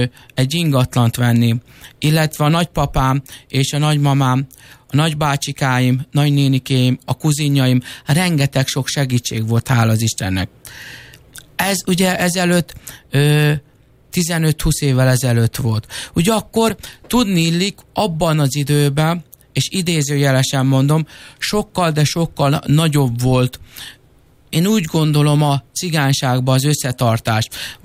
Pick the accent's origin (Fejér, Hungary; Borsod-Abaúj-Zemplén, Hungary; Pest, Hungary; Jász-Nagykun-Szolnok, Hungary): Fejér, Hungary; Ercsi; born there; also born or lived in Sárbogárd